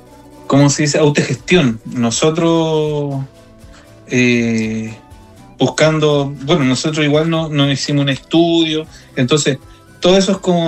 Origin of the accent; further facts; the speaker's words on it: Santiago, Santiago Metropolitan Region, Chile; also born or lived in Iquique; yo el año 83, mi papá se vino un poquito antes, yo nací acá en Iquique. Ya entre 83 y 84 nos volvimos a ir a Santiago. O sea, claro, ahí toda la básica media allá en Santiago.